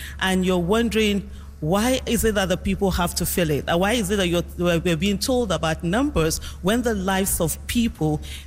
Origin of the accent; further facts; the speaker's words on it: Nigeria; I'm a Nigerian and I live in Nigeria.